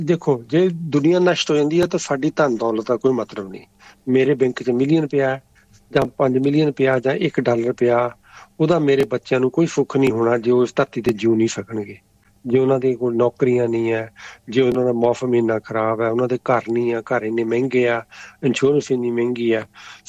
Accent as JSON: {"language": "Punjabi", "town": "Amritsar", "region": "Punjab", "country": "India", "tie": "born or raised there", "moved": "as an adult", "said": "ਮੈਂ ਵੀ ਉਸੇ ਜੰਮਿਆ ਪੜਿਆ, 22 ਸਾਲ ਤੱਕ ਮੈਂ ਉੱਥੇ ਰਿਹਾ"}